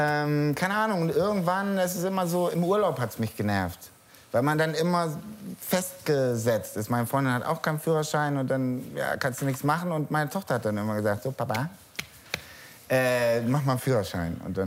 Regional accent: Hamburg, Germany; Also ich bin Hamburger, da hab ich das nie gebraucht.

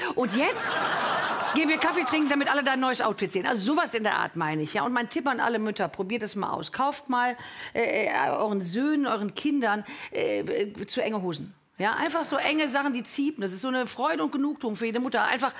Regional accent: Cologne, North Rhine-Westphalia, Germany; Ich komme aus Köln

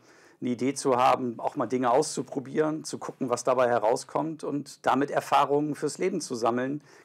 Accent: Bremerhaven, Bremen, Germany; Ja, erstmal ist es natürlich toll, als Oberbürgermeister in meiner Heimatstadt wirken zu können. Für Bremerhaven die Chancen

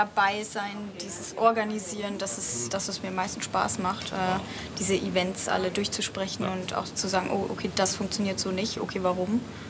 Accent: Bavaria, Germany; Das ist aus meiner Heimat, deswegen freue ich mich, dass wir bayerisches Frühschoppen genau. haben.

